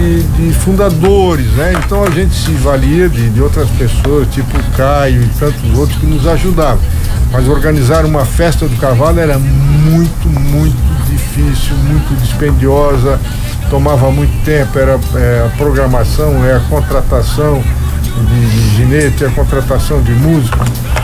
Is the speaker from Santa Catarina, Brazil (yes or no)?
yes; Luiz Alves, Santa Catarina, Brazil